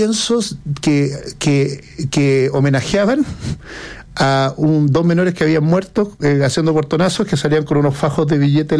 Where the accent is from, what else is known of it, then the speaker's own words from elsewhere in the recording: Montevideo, Uruguay; Por supuesto, yo estuve en el liceo y me crié en la Colón 9000.